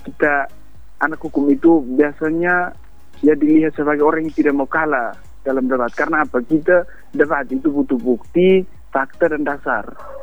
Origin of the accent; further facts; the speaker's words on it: Biboki district, East Nusa Tenggara, Indonesia; di kampung saya Ibu, saya berasal dari Desa Epopa, Kecamatan Bibokitan Pala, mungkin bertetangga dengan Kabupaten Belu Ibu.